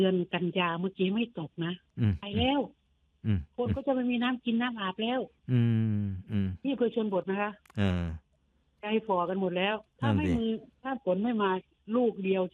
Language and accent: Thai; Isan, Thailand; born there; เรายังขอบคุณที่เกิดเป็นลูกอีสานได้